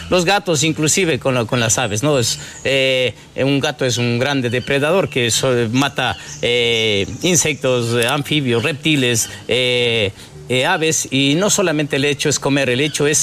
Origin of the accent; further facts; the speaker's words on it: Mindo, Pichincha, Ecuador; mis padres no son de aquí, mis padres son de la provincia del Cotopaxi, orgulloso de decirlo, pero yo soy ya propiamente de aquí, de Mindo, entonces yo me crié aquí en Mindo